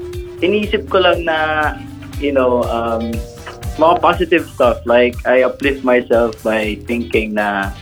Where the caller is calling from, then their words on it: San Mateo, Calabarzon, Philippines; I am from San Mateo, Rizal.